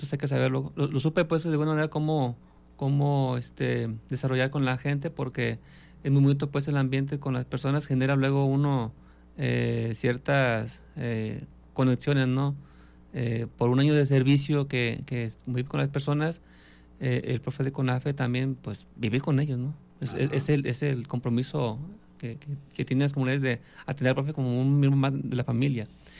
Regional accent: Jalisco, Mexico; encuentro más conexión pues a mi tierra con la novela, ¿no? Porque le encuentro muchos facetas que el escritor conoce de la gente local, sabía bien cómo eran nuestras costumbres, nuestros modos, inclusive de pensar

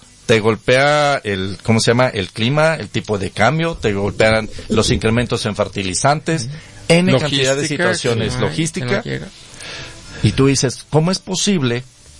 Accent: Jalisco, Mexico; yo soy de Jalisco, pero hay una diferencia de mentalidad gigantesca entre el agricultor de Sinaloa contra el agricultor de Jalisco.

